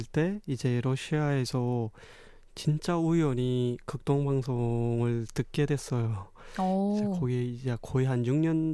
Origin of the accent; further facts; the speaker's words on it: North Korea; now in South Korea; 제가 지금 현재 남한에서 살고 있는 이제 청년으로서 이제 제가 제 고향을 상상해 보면